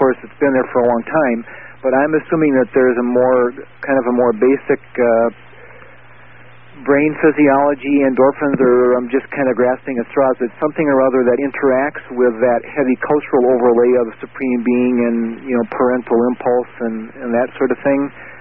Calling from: North Dakota, United States; I'm calling you from North Dakota.

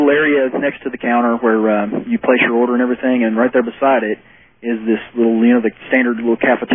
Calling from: Tulsa, Oklahoma, United States; I'm from Tulsa.

